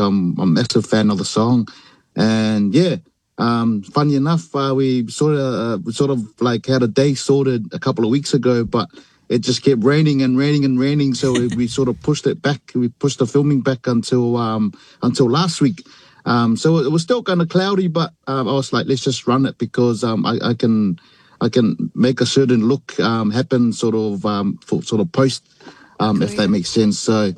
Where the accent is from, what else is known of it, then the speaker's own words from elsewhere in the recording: Samoa; growing up in Samoa, I was always a big fan